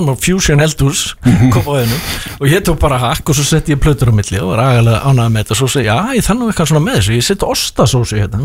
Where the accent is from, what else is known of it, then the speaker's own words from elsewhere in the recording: Hvolsvöllur, Southern Region, Iceland; Ég er frá Kolsvelli, SS-pilsan er þaðan.